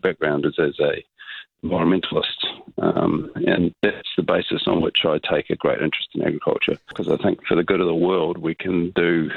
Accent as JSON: {"language": "English", "region": "Auckland", "country": "New Zealand", "tie": "born or raised there", "said": "I'm a kid raised in Tāmaki Makaurau, Auckland, so I can't make a claim to being a farmer or having a particularly strong personal agricultural background"}